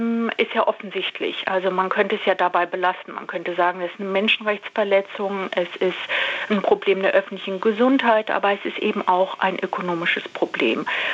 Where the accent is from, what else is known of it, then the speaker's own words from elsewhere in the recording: Berlin, Germany; born there; Ich bin selbst 1967 in West-Berlin damaligen geboren worden und im Kalten Krieg aufgewachsen.